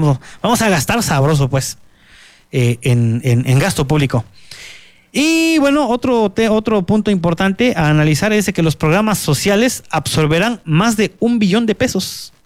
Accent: Mexico

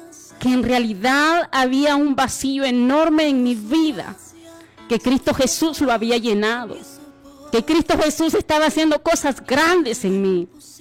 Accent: Berlín, Usulután, El Salvador; born there; moved away; me regreso a mi pueblo, me regreso a mi país, El Salvador. Y acá en la ciudad de Berlín

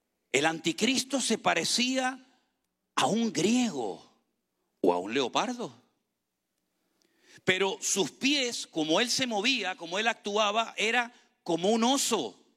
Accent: Spain; moved away; a veces puedo yo, como español, utilizar alguna palabra, alguna expresión que a lo mejor puede chocar aquí, pero es que los españoles hablamos así

